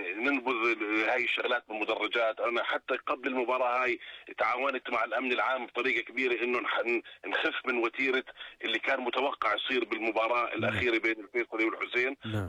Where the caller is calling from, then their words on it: Jordan; الدوري عندنا بالاردن